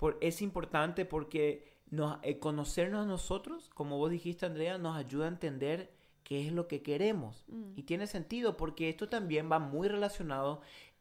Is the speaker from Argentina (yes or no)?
yes; Argentina; born there; Nací en Argentina y tengo 23 años.